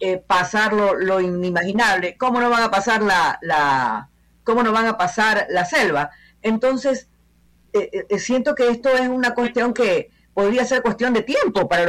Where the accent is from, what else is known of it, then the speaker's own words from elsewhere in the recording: Ecuador; yo me siento sinceramente como ecuatoriana amenazada